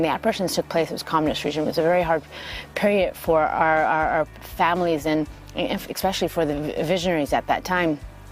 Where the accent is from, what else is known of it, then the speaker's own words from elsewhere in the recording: Toronto, Ontario, Canada; However, me and my sisters were born and raised in Canada, Toronto, Ontario.